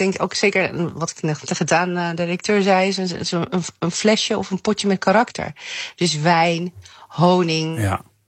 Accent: Leeuwarden, Friesland, Netherlands; Maar ik ben geboren en getogen in Leeuwarden. En als ik daar dan weer ben, dan moet ik wel altijd een zak Friese dumkes mee.

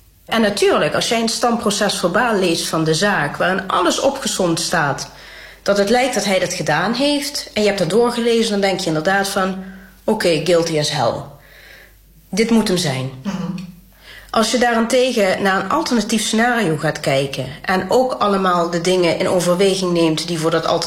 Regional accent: Limburg, Netherlands; Nou ja, ik ben natuurlijk geboren in Limburg en woon er al mijn hele leven. Geboren vlakbij Roermond, later in Maastricht gaan studeren.

